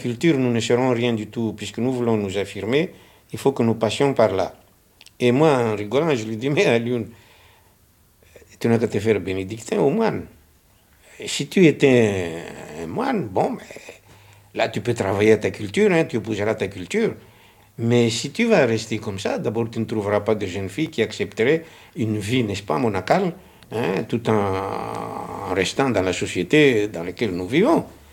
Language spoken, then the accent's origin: French; Madagascar